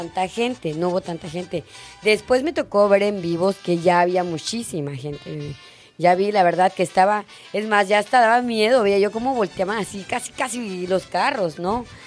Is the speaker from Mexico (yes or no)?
yes; Mexico; Esto de ser mexicanos